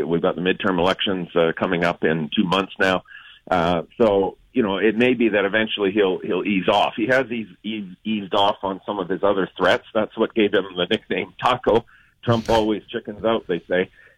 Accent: Canada

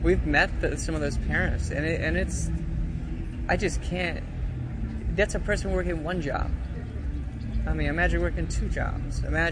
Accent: Alaska, United States; moved away; I grew up in Alaska.

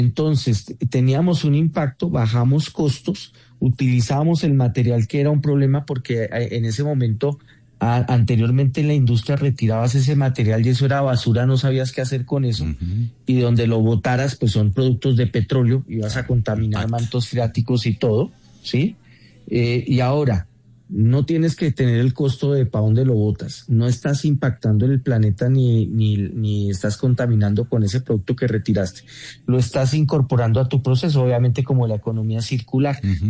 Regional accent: Colombia; Critica para nosotros como colombianos.

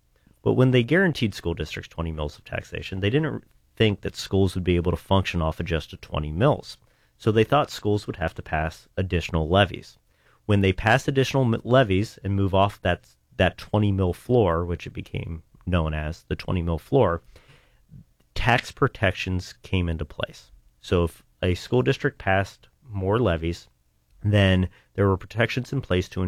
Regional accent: Ohio, United States; And I'm originally from Eastern Ohio, so I didn't really have ties to the Central Ohio area

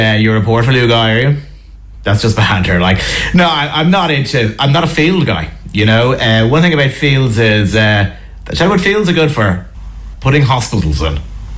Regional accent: Dublin, Leinster, Ireland; But I'm from Shrewsbury Road. I presume you were guessing. Was I from Dublin? But I am from Shrewsbury Road.

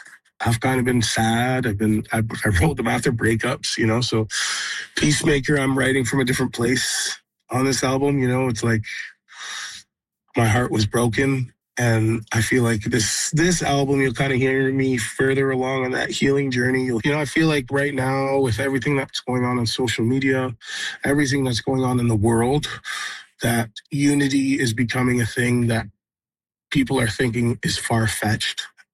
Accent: Six Nations, Ontario, Canada; You know, I come from Six Nations, you know, so we have a rich history of you know, amazing songwriters and storytellers

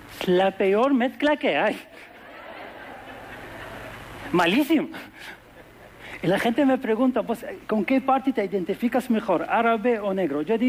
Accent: Sudan; Spanish is a second language; now in Spain; soy de Sudán. ¿Alguien conoce Sudán? Ah, muy bien, empezamos bien, así me gusta. Ah, llevo un par de años en España

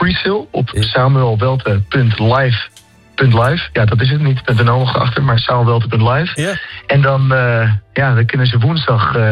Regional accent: Utrecht, Netherlands; omdat ik uit Utrecht kom.

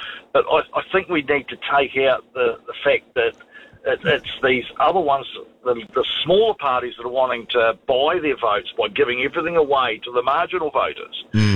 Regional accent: Southland, New Zealand; I come from Southland, and I see a lot of stuff being spent in Southland that shouldn't be spent

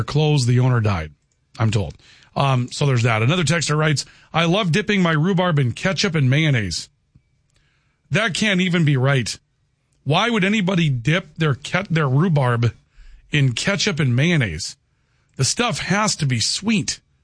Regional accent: Wisconsin, United States; I was raised in Wisconsin. My grandfather has lots of rhubarb.

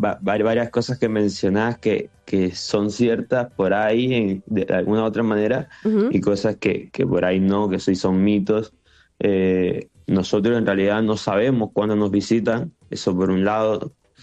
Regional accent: Colombia; lo que más está de Colombia o lo que más está de donde vengo yo es sin duda el uso de las frutas.

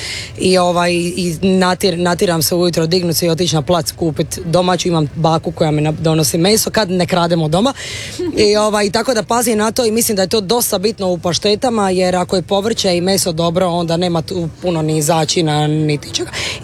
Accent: Sinj, Split-Dalmatia County, Croatia; ja sam iz Sinja, tako da kod nas je opće poznato da mi volimo dobro jest

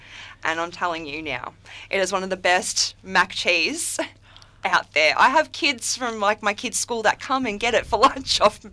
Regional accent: Morwell, Victoria, Australia; I came from Morwell. I did come from Morwell. So I've grown up around Latrobe Valley.

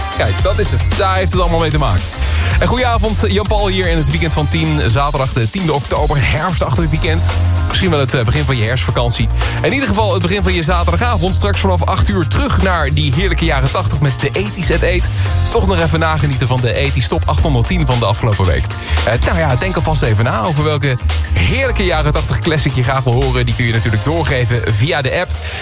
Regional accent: Netherlands; Misschien zijn wij Nederlanders iets te nuchter voor al die melodramatische teksten.

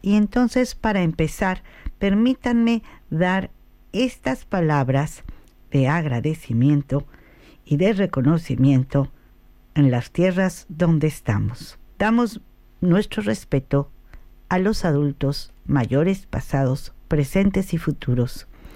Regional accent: Mexico; Yo soy mexicana, orgullosamente comparto nuestras tradiciones

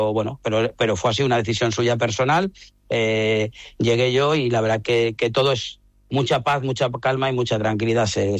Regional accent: Valladolid, Castile and León, Spain; olvidándome un poco que soy de Valladolid y del Valladolid

